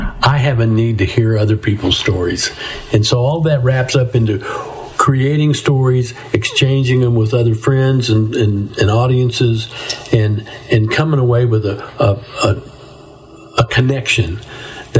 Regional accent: Amarillo, Texas, United States; I'm from Amarillo, Texas, and that's where we're at today. And I was born and raised here. My dad was born and raised here. And we go back a long ways here in Amarillo. And we're a family of painters

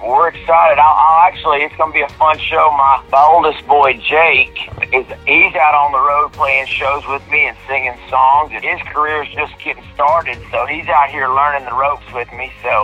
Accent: Amarillo, Texas, United States; I'm blessed that I had such a wonderful mom in Amarillo. My mom was a school teacher. My daddy's a disabled veteran, but he was also a custodian, so I cleaned a lot of toilets there in Amarillo

